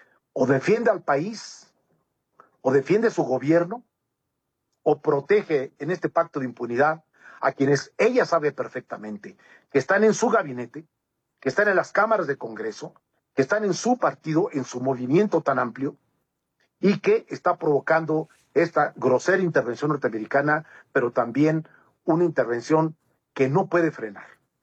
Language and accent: Spanish; Mexico